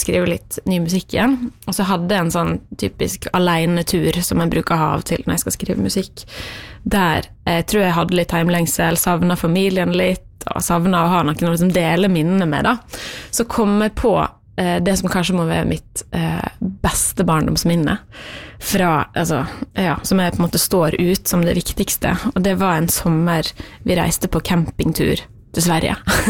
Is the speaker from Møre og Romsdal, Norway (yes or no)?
yes; Møre og Romsdal, Norway; jeg har vokst opp på Skøye